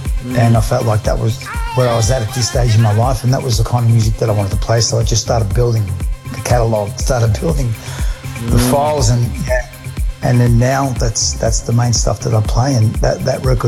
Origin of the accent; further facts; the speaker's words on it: Albania; I'm from the Balkans. I'm Albanian.